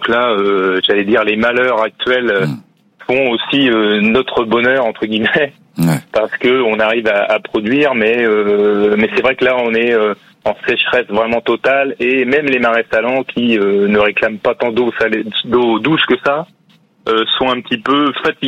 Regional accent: Batz-sur-Mer, Pays de la Loire, France; Je suis issu de Bas-sur-Mer. Donc, Bas-sur-Mer, Guérande, ça fait partie donc des deux grandes communes de production de sel.

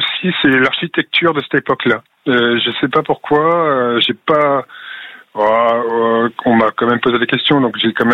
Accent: Plouezec, Brittany, France; moved away as an adult; Moi, je suis originaire de Plouezec. J'ai virevolté de gauche et de droite pendant quelques années. Puis, je suis revenu ici auprès de mes parents il y a une quinzaine d'années.

